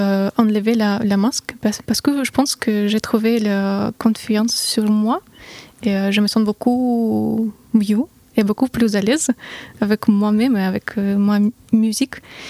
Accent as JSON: {"language": "French", "region": "Saint Petersburg", "country": "Russia", "tie": "born or raised there", "second_language": "French", "moved": "as an adult", "lives_now": "France", "said": "ma ville natale, Saint-Pétersbourg, en Russie."}